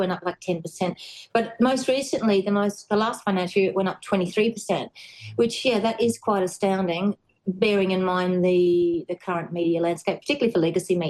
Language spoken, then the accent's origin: English; Australia